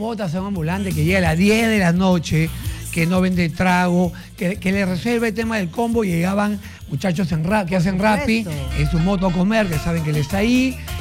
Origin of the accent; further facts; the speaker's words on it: Peru; Es que en el Perú lo usamos de varias maneras, ¿no?